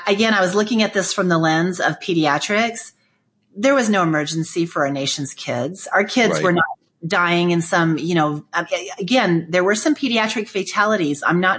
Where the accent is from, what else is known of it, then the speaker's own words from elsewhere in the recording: United States; born there; I was born here in the United States. I'm a naturally born American citizen. I love this country. I'm the daughter of parents who fled political persecution from behind the Iron Curtain of communism.